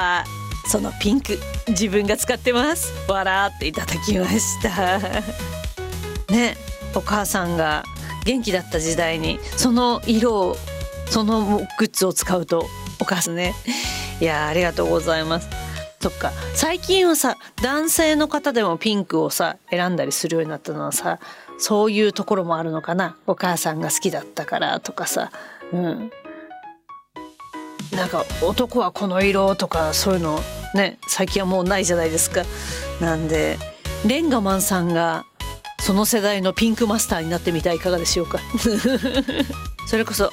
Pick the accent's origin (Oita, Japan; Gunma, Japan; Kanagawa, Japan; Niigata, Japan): Niigata, Japan; ご当地〇〇で生まれて新潟で育った … がまた戻ってまいりました。